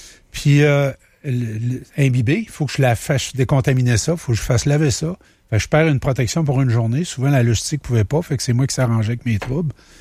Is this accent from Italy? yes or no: no; Grondines, Quebec, Canada; Alors, j'ai été appelé parce que c'est pas loin de mon patelin à Grondines.